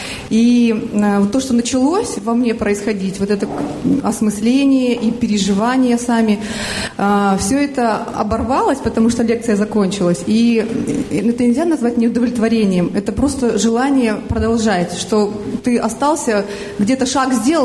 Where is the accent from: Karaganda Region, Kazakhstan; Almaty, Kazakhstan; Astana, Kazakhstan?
Almaty, Kazakhstan; я из Алматы.